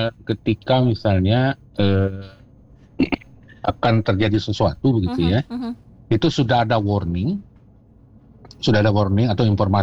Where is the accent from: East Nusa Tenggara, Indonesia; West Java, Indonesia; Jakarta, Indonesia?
West Java, Indonesia; Bogor; kita warga Bogor